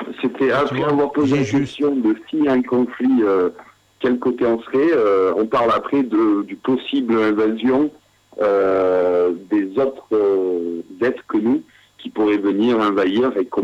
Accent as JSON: {"language": "French", "region": "Scotland", "country": "United Kingdom", "accent": "Scottish", "second_language": "French", "said": "Et en plus, mon accent écossais qui varie sort de temps en temps dans les paroles, ça aide pas aussi."}